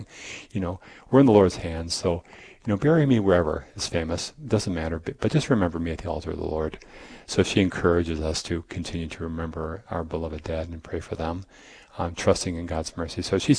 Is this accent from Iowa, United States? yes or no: yes; Iowa, United States; moved away; going back to my home state of Iowa. No longer home state, I live here, but where I used to live.